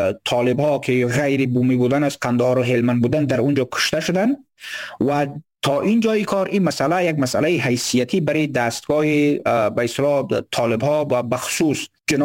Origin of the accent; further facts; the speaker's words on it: Badakhshan, Afghanistan; از بدخشان هستیم